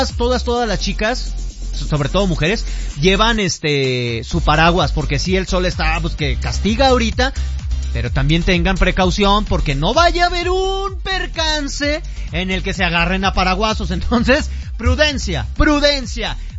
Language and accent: Spanish; Mexico